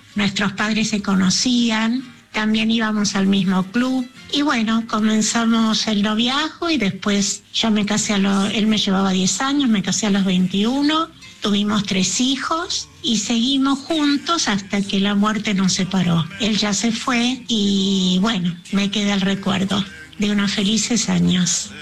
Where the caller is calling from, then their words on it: Buenos Aires, Argentina; de Belgrano. Bueno, nosotros éramos vecinos.